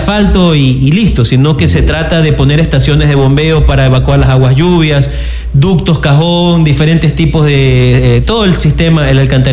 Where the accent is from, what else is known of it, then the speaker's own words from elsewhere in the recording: José Luis Tamayo, Santa Elena, Ecuador; yo crecí en la entrada a Muey. Crecí frente al Colegio Técnico Muey, donde ahora está el Taurus, el Pica. Allí fue mi lugar donde yo viví toda mi vida. Y ahora vivo en Costa de Oro, y Costa de Oro pertenece a José Luis Tamayo.